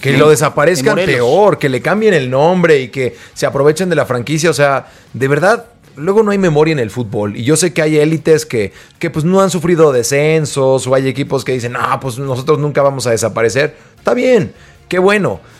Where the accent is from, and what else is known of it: Mexico